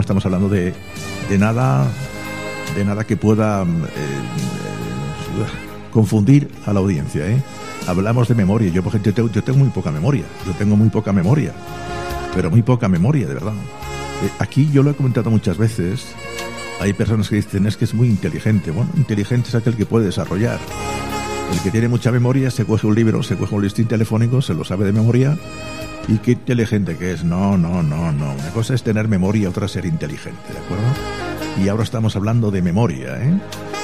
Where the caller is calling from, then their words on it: Barcelona, Catalonia, Spain; … de Barcelona.